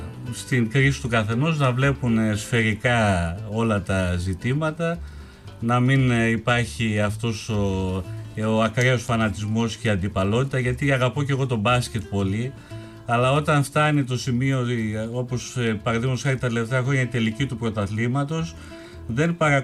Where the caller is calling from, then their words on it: Vrysella, Epirus, Greece; εμείς που είμαστε και από Φιλιάτες. Εγώ είμαι από ένα χωριό Βρυσέλα Φιλιατών